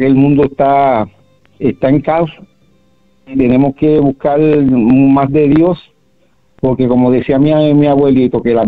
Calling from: Isabela, Puerto Rico; del barrio Planas de Isabela.

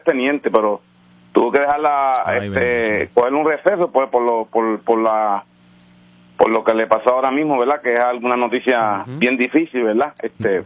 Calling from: Moca, Puerto Rico; Sí, es de mi pueblo de Moca.

